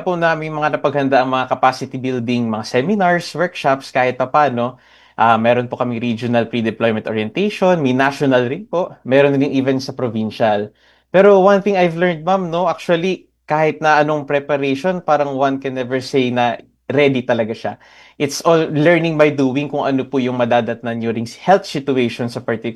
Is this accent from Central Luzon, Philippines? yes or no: yes; Central Luzon, Philippines; Ako po ay from Zambales din po. Tubang Zambales.